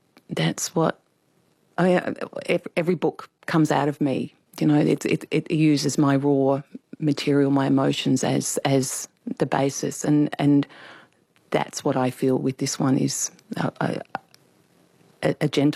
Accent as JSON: {"language": "English", "town": "Adelaide", "region": "South Australia", "country": "Australia", "tie": "born or raised there", "said": "in November 2023, I was back in Adelaide again for something really beautiful, actually, in my hometown. They had erected a sculpture depicting me as a 10-year-old up on the roof of our family home"}